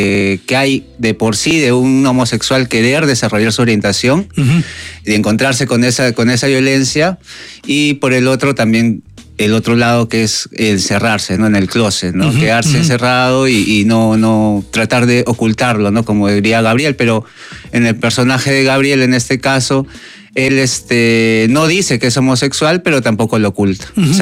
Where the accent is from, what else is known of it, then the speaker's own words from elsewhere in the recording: Lima, Peru; yo viví, como repito, viví hasta los 17 años, uh-huh, toda mi infancia en Comas, en Retablo, y mi jardín de juegos era Coyique